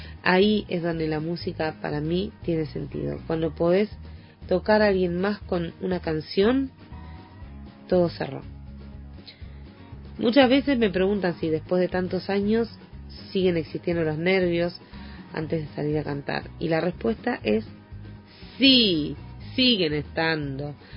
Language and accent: Spanish; La Plata, Buenos Aires Province, Argentina; born there; also born or lived in Neuquén; now in Centenario, Argentina; Nací en la ciudad de La Plata, provincia de Buenos Aires, pero hace muchos años elegí Neuquén como mi lugar en el mundo. Hoy vivo en Centenario, donde formé mi familia